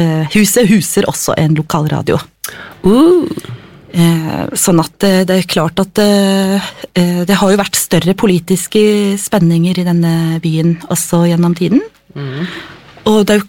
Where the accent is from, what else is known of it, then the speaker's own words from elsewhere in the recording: Oslo, Norway; Med sånn født og oppvokst I Oslo